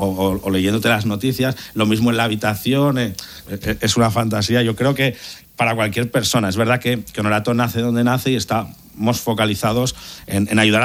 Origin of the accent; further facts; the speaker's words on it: Zaragoza, Aragon, Spain; now in Sitges, Spain; yo en la mía, en Sitges, somos de Zaragoza, pero vivimos ahí